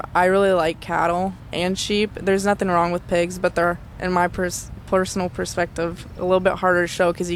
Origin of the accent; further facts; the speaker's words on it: Wyoming, United States; moved away; I came from Wyoming. It's a big cowgirl, cowboy state, but there's only so few that actually do a lot with animals.